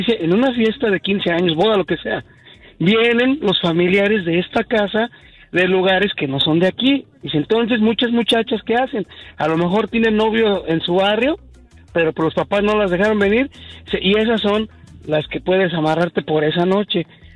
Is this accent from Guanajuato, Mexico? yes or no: no; Mexico City, Mexico; yo crecí, soy de la Ciudad de México, o sea, hay muchos barrios